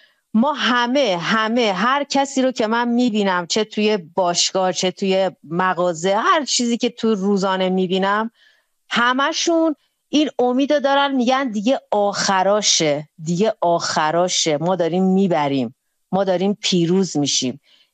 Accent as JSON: {"language": "Persian", "country": "Iran", "said": "بنابراین من خودم هم به عنوان یک ایرانی،"}